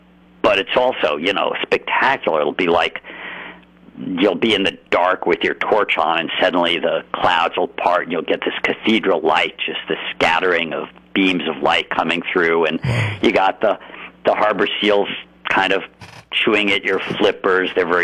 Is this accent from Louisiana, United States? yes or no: no; California, United States; and as a Californian, I mean, we're privileged to live right by them